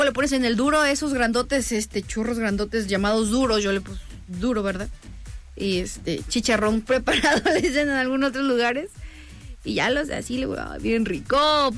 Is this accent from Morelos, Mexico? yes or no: no; Jalisco, Mexico; moved away; yo soy de Jalisco.